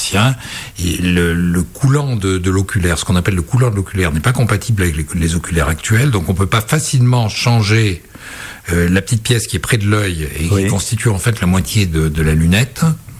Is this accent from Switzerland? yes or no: no; Auvergne-Rhône-Alpes, France; Je suis auvergnat